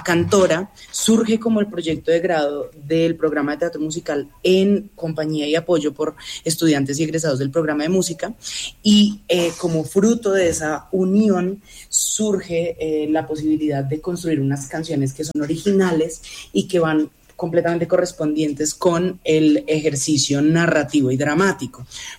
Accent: Colombia; la comedia que nos caracteriza también como sociedad colombiana y latinoamericana.

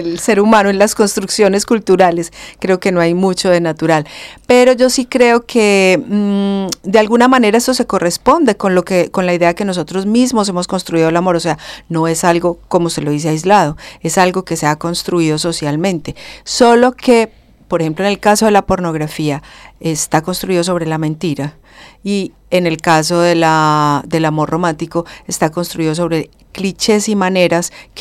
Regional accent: Colombia; aquello que somos como colombianos y como latinoamericanos

